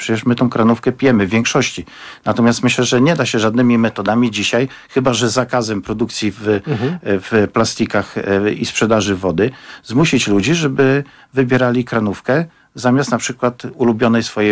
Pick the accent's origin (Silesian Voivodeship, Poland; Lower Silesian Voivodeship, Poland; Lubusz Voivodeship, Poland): Lubusz Voivodeship, Poland; Zielona Góra; pochodzę z Zielonej Góry